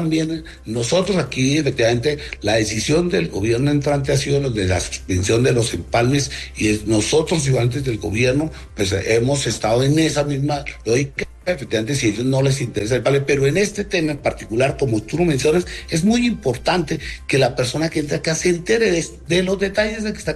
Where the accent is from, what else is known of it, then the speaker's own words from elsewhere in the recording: Colombia; es que como colombianos hacer una veeduría